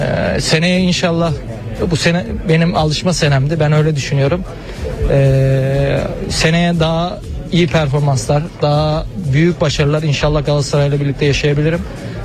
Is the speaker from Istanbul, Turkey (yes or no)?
no; Antalya, Turkey; born there; Antalya'da doğdum.